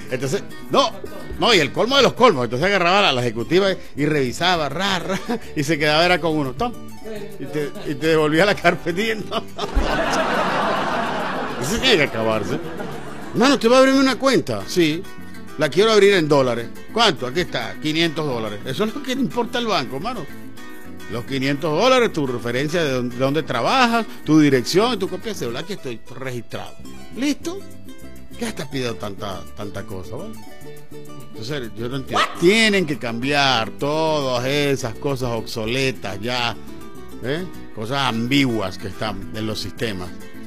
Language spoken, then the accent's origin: Spanish; Venezuela; Esa es mi tierra, esa es tu tierra. Gracias, Venezuela, te pertenecemos.